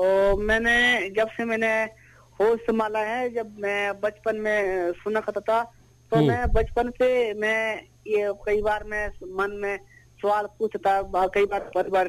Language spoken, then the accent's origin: Hindi; Himachal Pradesh, India